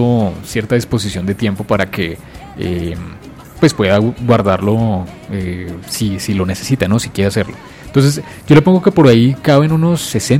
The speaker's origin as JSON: {"language": "Spanish", "country": "Colombia", "said": "nosotros como colombianos?"}